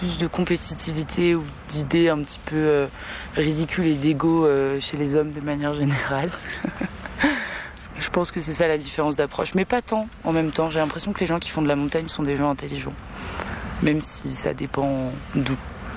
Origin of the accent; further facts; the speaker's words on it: Nantes, Pays de la Loire, France; je viens d'un milieu très marin, très nautique, et puisque je viens de Nantes.